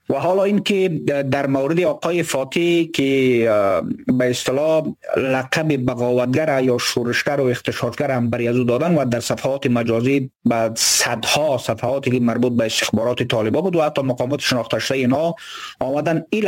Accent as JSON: {"language": "Persian", "region": "Badakhshan", "country": "Afghanistan", "said": "حالا از نظر ما که قضایا را دنبال میکردیم و از بدخشان هستیم،"}